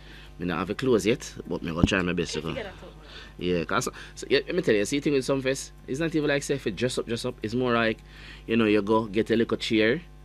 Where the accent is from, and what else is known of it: Jamaica